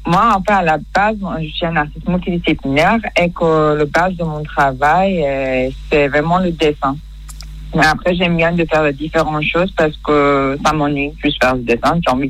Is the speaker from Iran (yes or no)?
yes; Iran; moved away; mon pays natal, Iran.